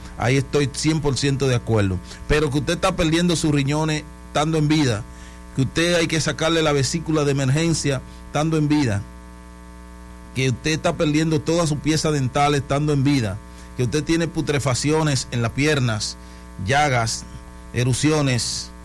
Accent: Dominican Republic; todos somos dominicanos.

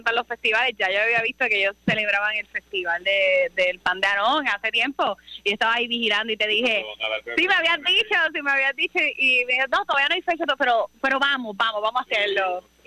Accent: Puerto Rico

